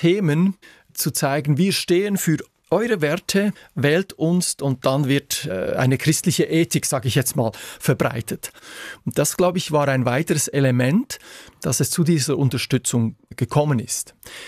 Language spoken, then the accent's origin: German; Switzerland